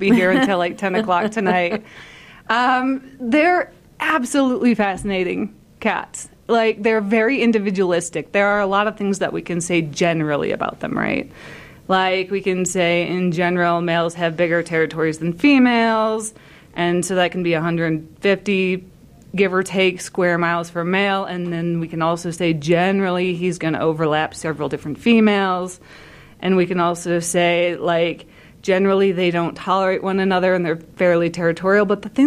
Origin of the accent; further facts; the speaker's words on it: Michigan, United States; moved away as an adult; now in Utah, United States; But from Michigan originally, and we had dispersing cats showing up in our state, right?